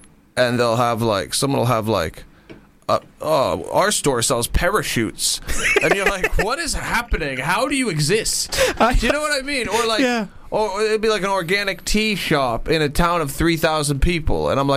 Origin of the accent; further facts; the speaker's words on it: Seaforth, Ontario, Canada; I'm from a town called Seaforth, mm-hmm. which is not on a sea or near a fort